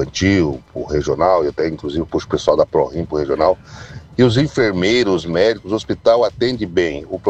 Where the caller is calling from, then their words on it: Araquari, Santa Catarina, Brazil; somos aqui de Araquari